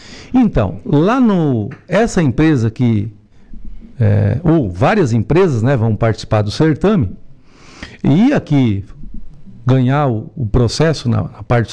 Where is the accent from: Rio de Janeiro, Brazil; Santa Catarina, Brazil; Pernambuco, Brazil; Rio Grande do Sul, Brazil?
Santa Catarina, Brazil; Maracajá; also born or lived in Paraná; Eu nasci no Espigão da Pedra, logo pro Barro Vermelho. Fui até no Paraná, mas voltamos. Rapidinho, estamos aí em nosso Maracajá.